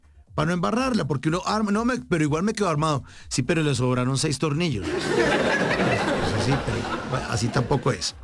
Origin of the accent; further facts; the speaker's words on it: Colombia; los colombianos somos de los que, no sé, nos entregan un producto y lo armamos sin leer las instrucciones.